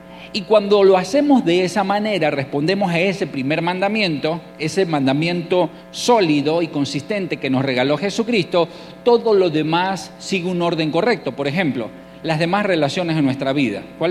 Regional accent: Mérida, Venezuela; moved away; yo vengo de Mérida, donde el catolicismo es muy fuerte

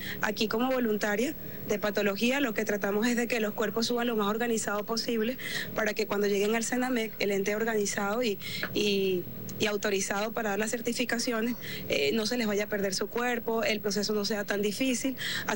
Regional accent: Venezuela; nos hemos conocido como venezolanos

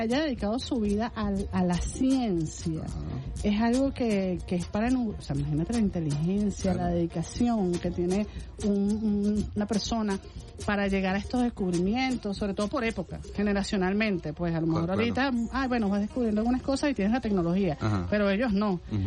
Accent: Venezuela; los venezolanos somos muy orgullosos en el buen sentido de la expresión

